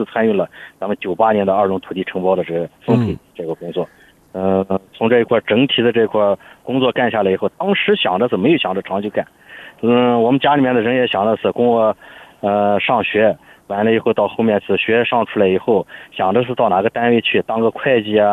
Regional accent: China; 我是从小就在泉水村出生长大的

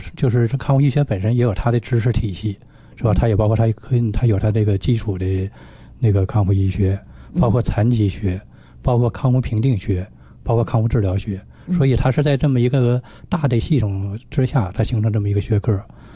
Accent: Japan; 就是咱们日本人的习惯呢，就是还是那种盆浴

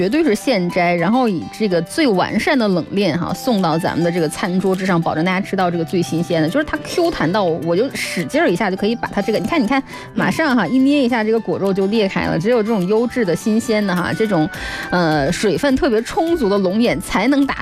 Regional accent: northern China, China; 我们以前北方都是一冬天囤一箱的苹果

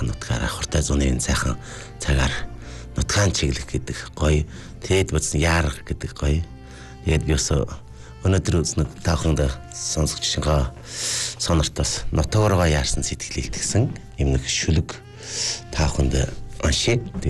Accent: Inner Mongolia, China

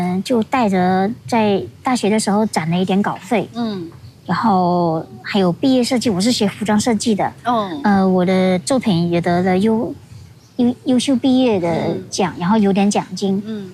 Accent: Bobai, Guangxi, China; 而且像我是讲客家话的，然后我们客家人讲普通话不是很正音

